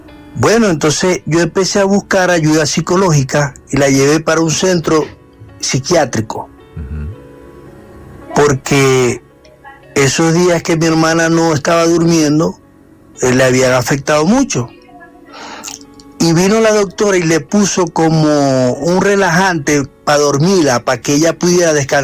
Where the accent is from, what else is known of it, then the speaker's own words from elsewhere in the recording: Venezuela; now in Soacha, Colombia; Hermano, mira, yo soy venezolano.